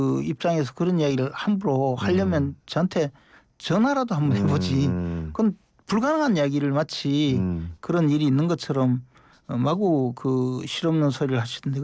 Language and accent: Korean; Uiseong, North Gyeongsang, South Korea; 제가 또제 고향 경북의성에서 삼선 의원을 지냈고 지금도 지난 총선에서도 경북의성에서 출마를 했거든요.